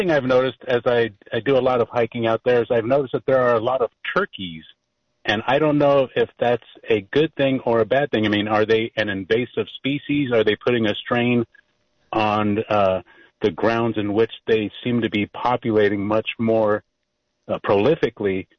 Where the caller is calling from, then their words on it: Santa Cruz, California, United States; I'm calling from Santa Cruz.